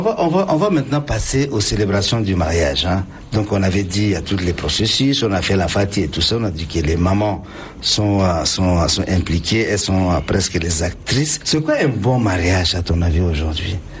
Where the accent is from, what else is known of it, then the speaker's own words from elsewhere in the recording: Chad; on a envie aussi de nous sentir tchadiens avec nos choses.